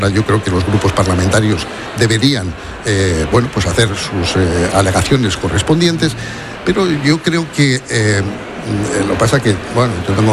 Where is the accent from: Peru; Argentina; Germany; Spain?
Spain; nosotros, tú, yo, que somos de la España vaciada